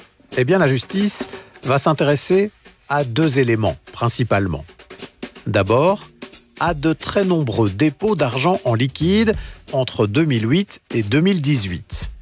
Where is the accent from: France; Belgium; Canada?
Belgium